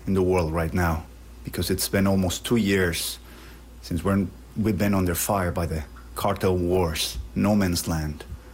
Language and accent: English; Culiacán, Sinaloa, Mexico; I'm from Culiacán, Sinaloa, in the north of Mexico.